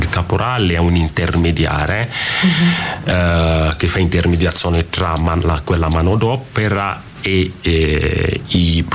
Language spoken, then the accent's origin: Italian; Cameroon; now in Italy